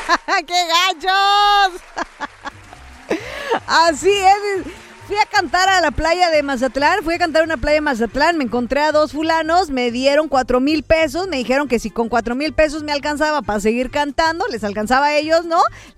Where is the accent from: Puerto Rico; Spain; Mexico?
Puerto Rico; Yo hablo, yo como puertorriqueña ya.